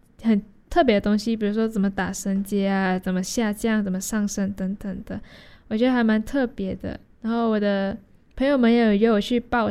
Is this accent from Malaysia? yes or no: yes; Malaysia; 我说："对啊，我来自马来西亚。"